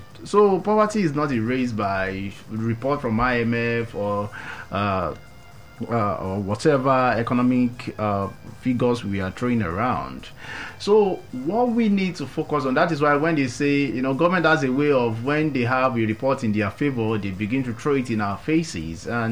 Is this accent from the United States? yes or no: no; Nigeria; as a Nigerian